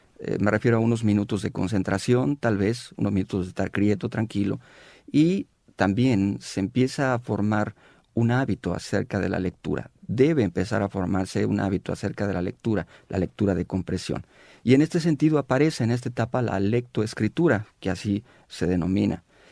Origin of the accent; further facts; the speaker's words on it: Mexico; En nuestro país, en mi país, el país de México